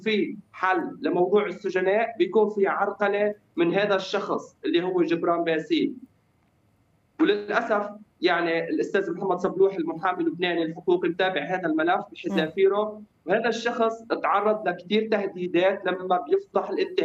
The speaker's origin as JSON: {"language": "Arabic", "country": "Syria", "lives_now": "Damascus, Syria", "said": "نحن عم نحاول انه كسورية عم نفتح صفحة جديدة مع لبنان"}